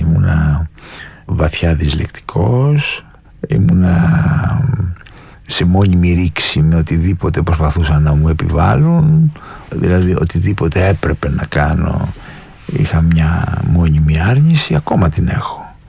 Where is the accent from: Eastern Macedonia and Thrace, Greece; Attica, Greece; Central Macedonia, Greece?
Attica, Greece; Athens; born there; Γεννήθηκα στην Αθήνα, αλλά κατάγομαι από την Πελοπόννησο, από ένα χωριό κοντά στην Ολυμπία που λέγεται Αλφιούσα.